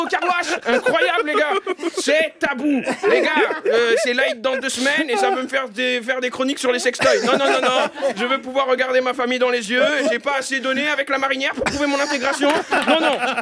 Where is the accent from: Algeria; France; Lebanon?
Algeria; Moi je suis algérien, vous êtes tunisienne.